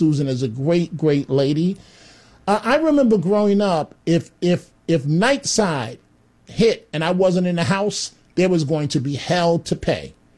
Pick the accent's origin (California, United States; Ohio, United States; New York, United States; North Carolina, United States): New York, United States; New York City; growing up in the Bronx, right? No father, three black women.